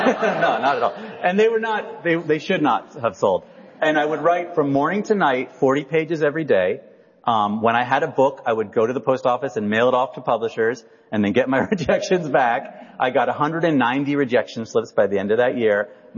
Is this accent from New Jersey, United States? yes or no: yes; Princeton, New Jersey, United States; born there; I was born in Princeton, New Jersey.